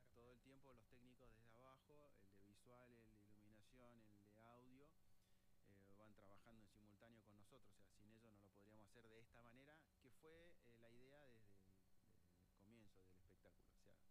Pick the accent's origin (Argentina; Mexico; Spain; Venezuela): Argentina; Patagonia; quién me va a dar bola si soy de la Patagonia